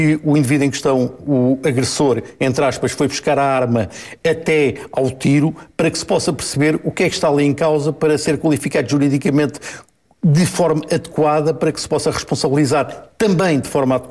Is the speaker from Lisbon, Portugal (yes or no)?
no; Idanha-a-Nova, Castelo Branco, Portugal; diz-se na minha terra, em Danha Nova